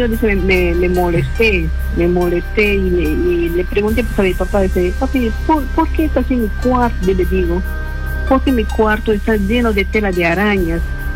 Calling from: Quito, Pichincha, Ecuador; de Quitos

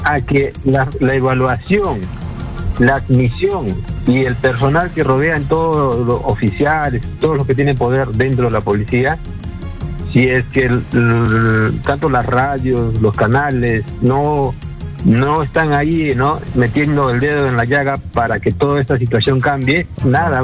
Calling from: Lima, Peru; estoy acá del Agustino. Ahorita estoy en el Agustino.

